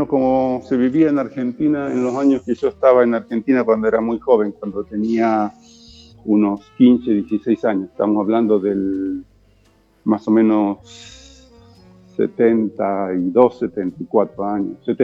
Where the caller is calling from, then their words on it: Masovian Voivodeship, Poland; Estoy hablando desde Polonia, cerca de Varsovia, donde vivo desde hace ya 27 años.